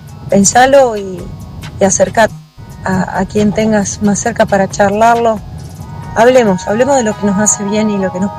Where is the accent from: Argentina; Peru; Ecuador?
Argentina; al menos como argentinos